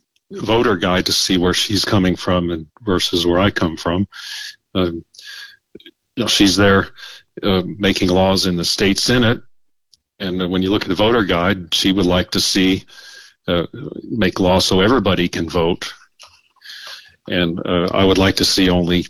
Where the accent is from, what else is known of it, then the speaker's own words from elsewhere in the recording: Texas, United States; now in Arizona, United States; I grew up in Texas, and there I earned the high school diploma from the public schools and got a BS in electrical engineering